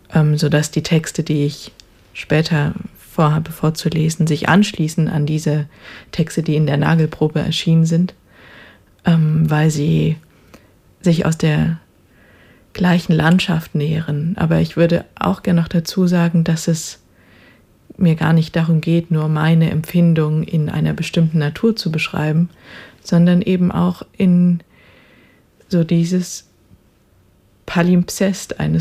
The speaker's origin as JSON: {"language": "German", "town": "Chemnitz", "region": "Saxony", "country": "Germany", "tie": "born or raised there", "said": "ich bin in Chemnitz aufgewachsen"}